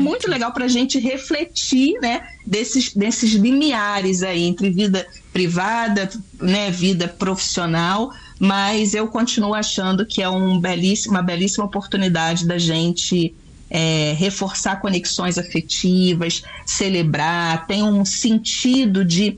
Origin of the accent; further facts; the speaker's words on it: Brazil; como bom brasileiro, não desisto nunca